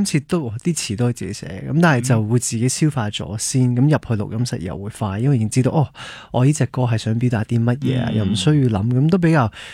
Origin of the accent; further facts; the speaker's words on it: Canada; 我自己可能我即系细细个喺加拿大长大，咁当然我就听好多英文歌啦。咁即系我自己都系即系比较流利啲啦英文。